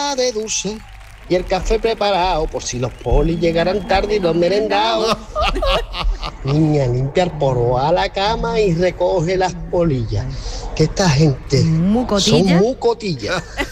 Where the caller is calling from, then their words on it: Cádiz, Andalusia, Spain; desde Cádiz